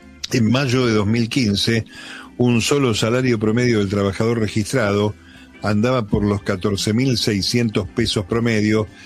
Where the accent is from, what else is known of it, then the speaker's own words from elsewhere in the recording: Lago Puelo, Chubut, Argentina; También tengo familia en el norte y yo soy del Lago Puelo e hijos en la Patagonia y la realidad es muy triste.